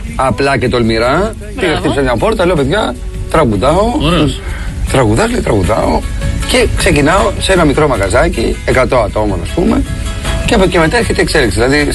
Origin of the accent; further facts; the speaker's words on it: Piraeus, Attica, Greece; από εκεί που είμαι, από την Νίκη, από μια συνοικία του Πειραιά.